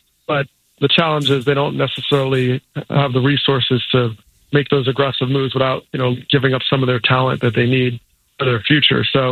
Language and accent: English; New Jersey, United States; I grew up in New Jersey, so I saw that tone